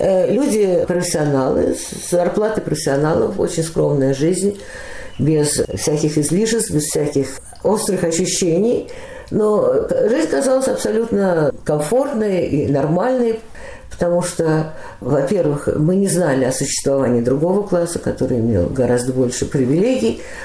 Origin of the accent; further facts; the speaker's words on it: Moscow, Russia; Я родилась, и так в Москве и осталась. Кончилась война, все, жизнь наладилась, я росла.